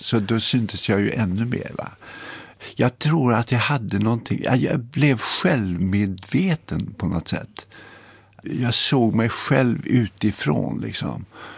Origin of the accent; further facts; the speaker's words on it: Gothenburg, Västra Götaland County, Sweden; jag är ju från Göteborg och det var ju mina föräldrar också